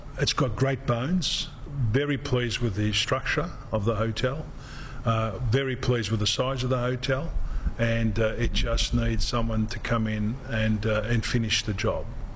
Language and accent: English; Bondi, New South Wales, Australia; So I grew up in Bondi, and above the fruit shop is where we lived.